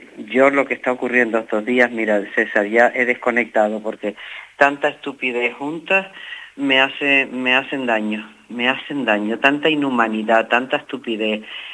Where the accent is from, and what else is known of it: Canary Islands, Spain